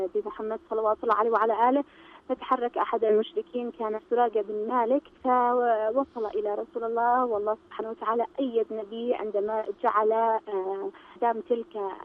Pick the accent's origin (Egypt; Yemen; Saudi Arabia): Yemen; ونحن كشعب يمني مؤمن